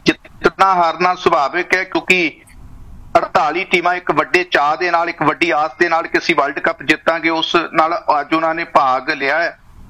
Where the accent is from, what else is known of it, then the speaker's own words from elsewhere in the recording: Hoshiarpur district, Punjab, India; ਮੈਂ ਹੁਸ਼ਿਆਰਪੁਰ ਜ਼ਿਲ੍ਹੇ ਨਾਲ ਸੰਬੰਧ ਰੱਖਦਾ